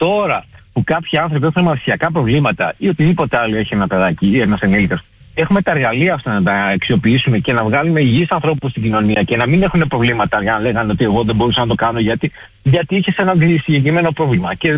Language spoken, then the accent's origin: Greek; Greece